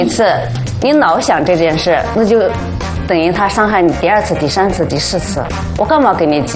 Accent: Zhongxiang, Hubei, China; moved away as an adult; also born or lived in Wuhan; now in Beijing, China; 湖北钟祥，长寿之乡啊。

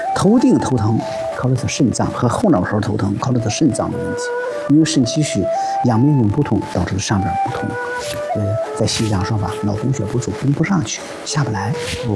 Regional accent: Shanxi, China; 我山西人嘛，山西的。

